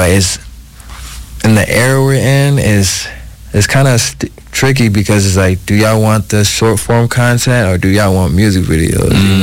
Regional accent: Minnesota, United States; born there; because I come from Minnesota. I come from the cold

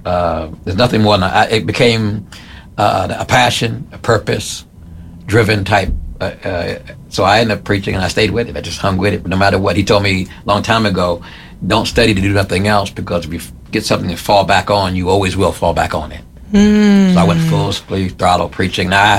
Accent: Montclair, New Jersey, United States; also born or lived in New York; So I was born in New York in 1964. And then we moved to Montclair, New Jersey, where I was basically reared. Okay. So I had 1 foot in New York, 1 foot in New Jersey.

